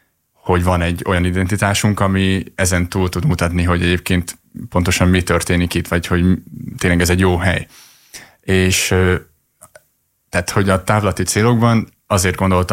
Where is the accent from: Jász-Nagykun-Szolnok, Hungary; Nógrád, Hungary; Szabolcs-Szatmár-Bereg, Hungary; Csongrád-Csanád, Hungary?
Jász-Nagykun-Szolnok, Hungary; hogyha ismerőségnek mondtam, hogy a Tiszazugból származok, ugye, ami 12 kisebb településnek a összefoglaló neve